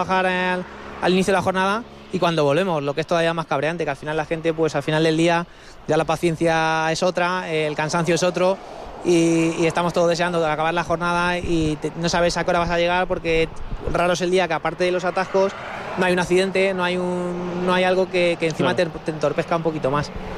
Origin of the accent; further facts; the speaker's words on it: Toledo, Castilla-La Mancha, Spain; Yo soy de Toledo, capital.